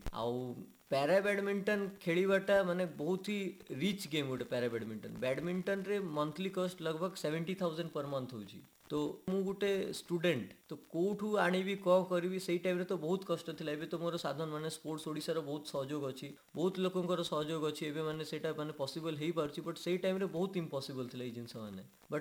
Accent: Bhawanipatna, Odisha, India; ମୋ ଗାଁ ହେଉଛି ବ୍ରାହ୍ମଣଛିଣ୍ଡିଆ, ଭବାନୀପାଟଣାରେ ବଢ଼ିଛି

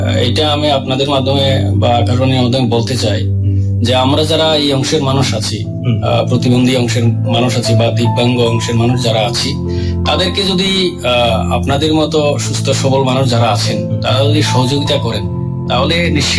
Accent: Tripura, India; আমার বাড়ি হচ্ছে নলুয়াতে, বিলোনিয়ার দক্ষিণের ইসমোর ব্লকের আন্ডারে নলুয়াতে। নলুয়া আমার গ্রাম হচ্ছে জয়পুর।

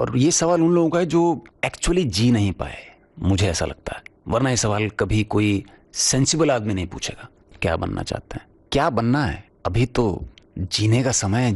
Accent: Delhi, India; मैं दिल्ली में पैदा हुआ, पला बड़ा वहीं पे।

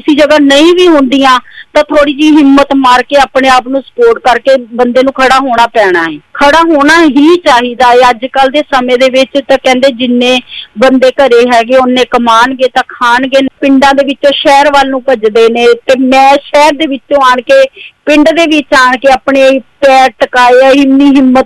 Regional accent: Chandpur Bela, Punjab, India; ਮੇਰਾ ਪਿੰਡ ਚੰਦਪੁਰ ਬੇਲਾ, ਜਿਹੜਾ ਆਨੰਦਪੁਰ ਸਾਹਿਬ ਹੈ।

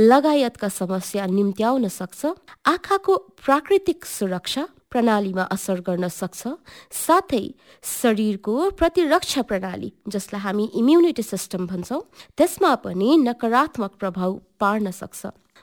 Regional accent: Darjeeling, West Bengal, India; मेरो गाउँ चाहिँ बेनेकबन च्या बगान लेबोङ दार्जिलिङमा पर्छ

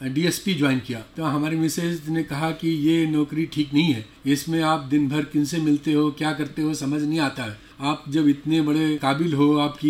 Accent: Bedipur, Uttar Pradesh, India; born there; मैं एक ग्रामीण पृष्ठभूमि से आता हूँ। हमारा जन्म कानपुर के एक गांव बेदीपुर में हुआ और हमारे पिताजी किसान थे

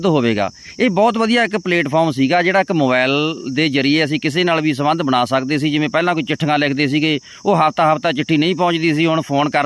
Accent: Shergarh, Punjab, India; ਮੇਰੇ ਪਿੰਡ ਦੇ ਟਿੱਬੇ ਮੈਨੂੰ ਅੱਜ ਵੀ ਯਾਦ ਆਉਂਦੇ ਆ, ਜਦੋਂ ਮਿੰਨਾ ਮਿੰਨਾ ਰੇਤਾ ਉੱਡ ਕੇ ਅਤੇ ਸਾਡੇ ਉੱਪਰ ਪੈਂਦਾ ਸੀ ਅਤੇ ਅਸੀਂ ਜਾ ਕੇ ਟਿੱਬਿਆਂ ਦੇ ਉੱਪਰ ਖੇਡਦੇ ਸੀਗੇ।

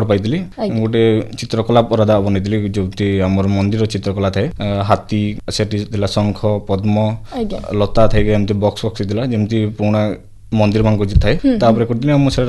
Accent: Chichinda, Odisha, India; ବରଗଡ଼ ଜିଲ୍ଲା ଅନ୍ତର୍ଗତ ଭେଡ଼େନର ଚିଚିଣ୍ଡା ମୋର ଗାଁ, ଆଉ ମୁଁ ଜଣେ ଯୁବ ବୁଣାକାର।

